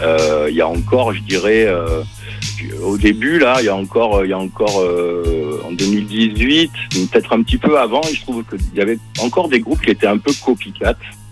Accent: Marseille, Provence-Alpes-Côte d'Azur, France; moved away as an adult; now in Toulouse, France; Je suis originaire de Marseille.

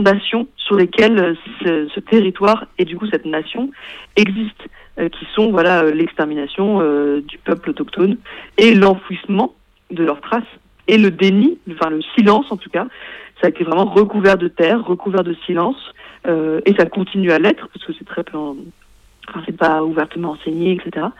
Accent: France; chez nous en France

